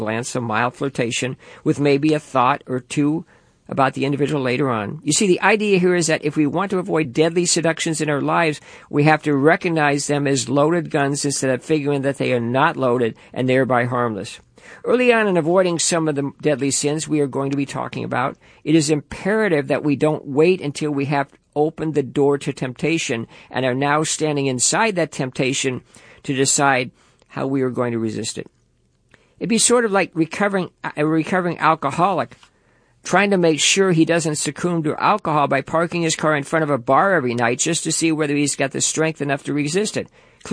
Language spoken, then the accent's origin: English; Levittown, New York, United States; born there; moved away; I lived in Levittown as a kid